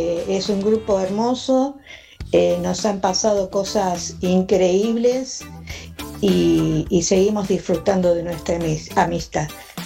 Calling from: Quilmes, Buenos Aires Province, Argentina; de Quilmes y les cuento de que yo soy promoción 73

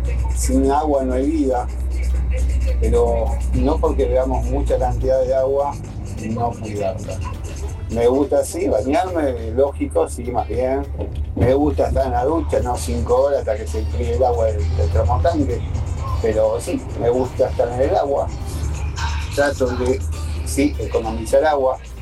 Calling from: Argentina; Hola, soy de Latina. … de Cepeña.

